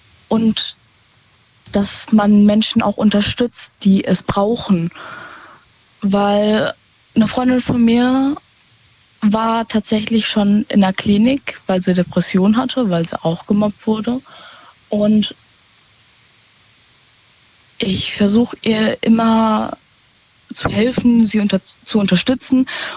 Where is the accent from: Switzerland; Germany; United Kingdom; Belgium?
Germany; North Rhine-Westphalia